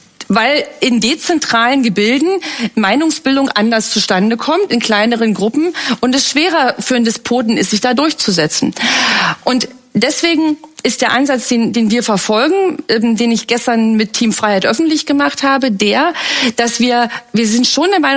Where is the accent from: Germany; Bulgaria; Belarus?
Germany; East Germany; Und nun komme ich zufälligerweise aus dem Land, wo die Partei die Macht hatte